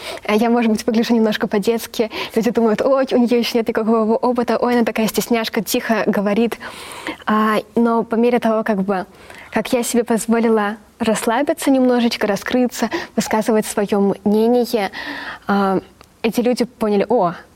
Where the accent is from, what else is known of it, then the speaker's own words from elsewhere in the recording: Mexico; Russian is a second language; был момент в том, что мы такие девушки из Мексики очень много ныли.